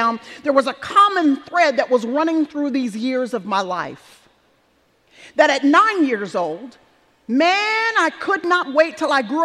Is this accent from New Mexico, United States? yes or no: no; Dallas, Texas, United States; as I mentioned earlier, that I grew up in Dallas-Fort Worth area